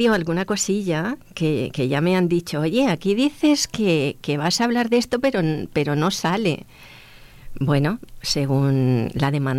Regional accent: Monteagudo, Region of Murcia, Spain; Soy de Monteagudo, nacida en el mismo Monteagudo.

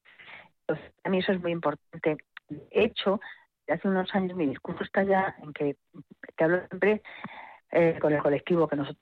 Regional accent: Madrid, Community of Madrid, Spain; moved away; yo era bailarina ahí en Madrid, porque soy de Madrid

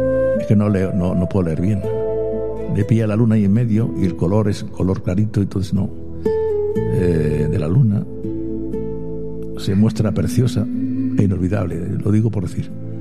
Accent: Region of Murcia, Spain; ¿Tú sabes que yo soy de Murcia?

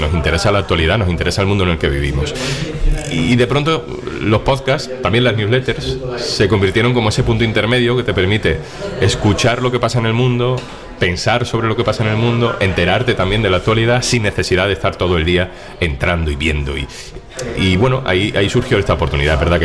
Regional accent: Valencina de la Concepción, Andalusia, Spain; yo empecé en la radio de mi pueblo, en Valencina, en Radio Cama también. Y desde entonces, con 14, 15, 16, 17 años

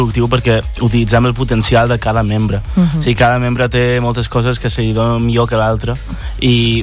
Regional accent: Figueres, Catalonia, Spain; Jo també he vist a Figueres, tinc 16 i he nascut allà.

